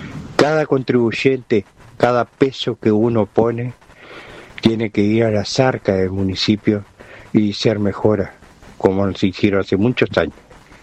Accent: Salto, Uruguay; como salteños, donde vivimos, donde trabajamos, donde tenemos nuestros hijos, donde crecieron nuestros padres, donde nuestros padres hoy en día están descansando, donde tenemos amigos, familiares.

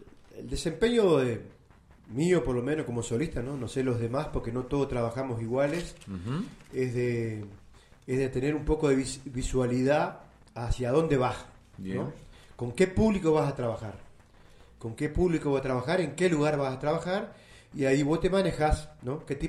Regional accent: Salto, Uruguay; la gran contra que tenemos los artistas salteños

